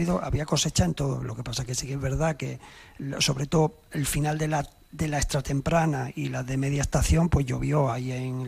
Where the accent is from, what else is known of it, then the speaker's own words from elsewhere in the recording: Jerte Valley, Extremadura, Spain; para los que somos del Valle del Jerte